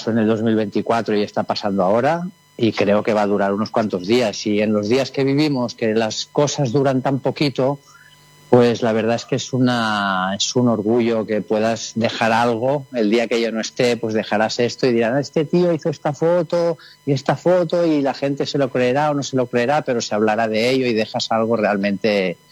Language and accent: Spanish; Catalonia, Spain